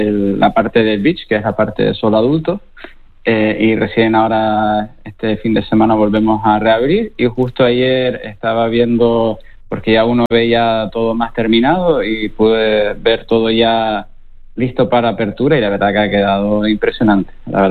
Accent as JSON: {"language": "Spanish", "region": "Canary Islands", "country": "Spain", "moved": "yes", "lives_now": "Tenerife, Spain", "said": "yo también soy de Gran Canaria"}